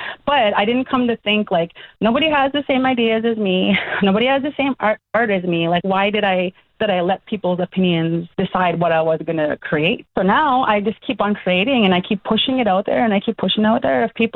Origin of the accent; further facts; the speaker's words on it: Frog Lake First Nation, Alberta, Canada; So I grew up without the internet. So I was a tomboy. My parents raised us traditionally. So we went to ceremonies.